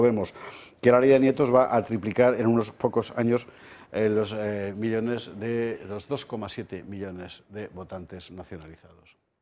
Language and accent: Spanish; Valencian Community, Spain; Es todo pinos y almendros y algarrobos y... Y está mi pueblo ahí